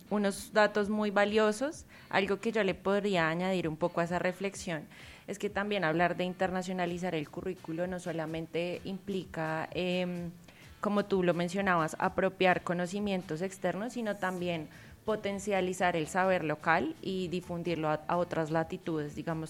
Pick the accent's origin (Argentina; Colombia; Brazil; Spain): Colombia; nosotros como colombianos.